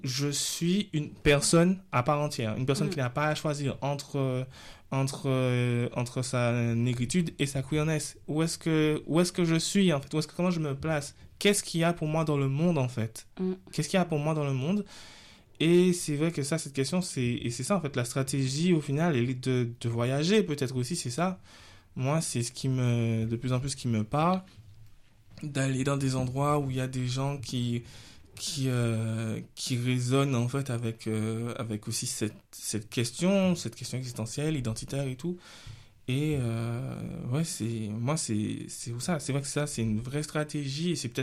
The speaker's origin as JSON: {"language": "French", "country": "Martinique", "moved": "yes", "lives_now": "France", "said": "Je vais rentrer chez moi en Martinique"}